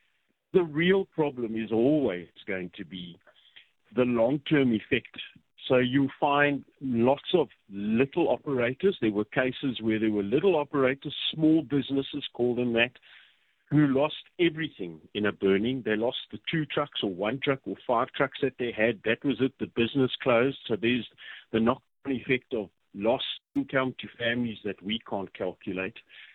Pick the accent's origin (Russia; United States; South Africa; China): South Africa; I'm a South African.